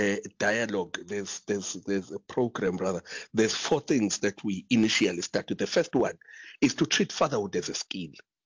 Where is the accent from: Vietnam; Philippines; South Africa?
South Africa; Durban, KwaZulu-Natal; we grew up in segregated beaches. We grew up where I'm born and raised in Durban.